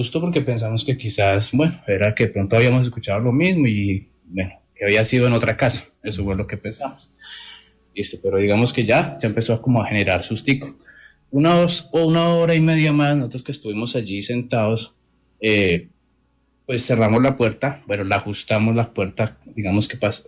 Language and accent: Spanish; Manizales, Caldas, Colombia; Digamos que la historia es en Manizales, yo soy de Manizales.